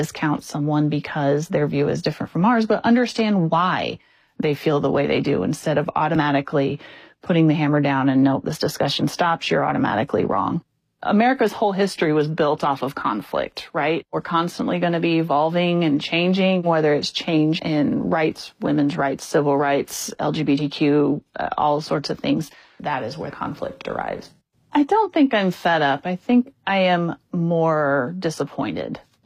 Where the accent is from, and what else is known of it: Urbana, Illinois, United States; born or raised there; now in Monticello, United States